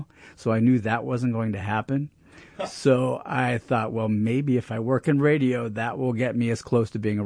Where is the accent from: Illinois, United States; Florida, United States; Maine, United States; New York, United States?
Illinois, United States; Chicago; moved away as an adult; now in Madison, United States; I've lived here since the mid-80s. But no, I grew up in Chicago. And when I was a kid, we would go up north in northern Wisconsin on vacation.